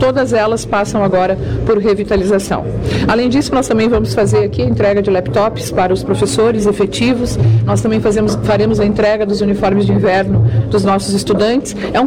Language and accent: Portuguese; Santa Catarina, Brazil; eu sou do Sul